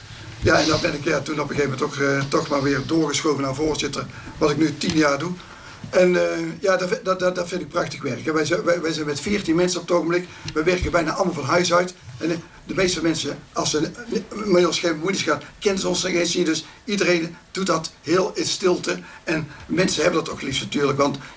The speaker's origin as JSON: {"language": "Dutch", "town": "Hilvarenbeek", "region": "North Brabant", "country": "Netherlands", "tie": "born or raised there", "said": "Hoewel ik eigenlijk een Bikse ben, want ik ben geboren op Gorp bij Rovert in de Bossen. Daar heb ik de eerste 20 jaar van mijn leven. En dat is officieel gemeente Hilvarenbeek."}